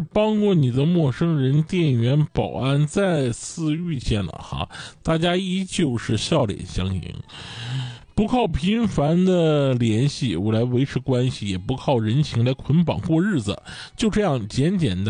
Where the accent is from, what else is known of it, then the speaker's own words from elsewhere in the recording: Dalian, Liaoning, China; 我觉得咱大连人呢，他这个小事上特别的热乎